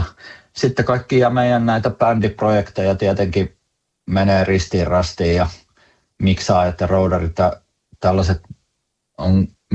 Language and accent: Finnish; Tavastia, Finland; se on jotain semmoista niin kuin hämäläisyyttä, että ei niin jotenkin leuhoteta kotikulmilla